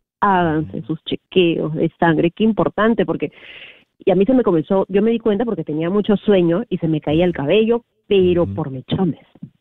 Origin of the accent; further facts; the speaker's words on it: Lima, Peru; En Lima, sí, ya, correcto, ajá. En Lima, crecí en Lima